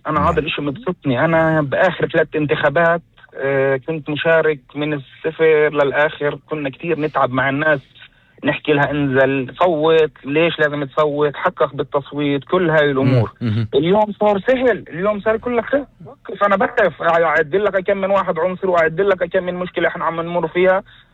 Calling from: Nazareth, Northern District, Israel; من الناصري.

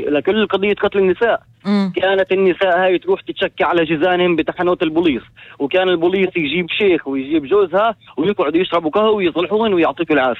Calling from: the north, Israel; أنا من الشمال، من شي بلد بالشمال،

